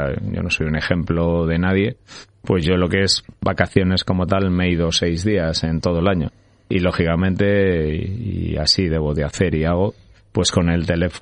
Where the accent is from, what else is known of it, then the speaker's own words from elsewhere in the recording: Matapozuelos, Castile and León, Spain; also born or lived in Valladolid; Mi ciudad es Valladolid y mi pueblo es Matapozuelos.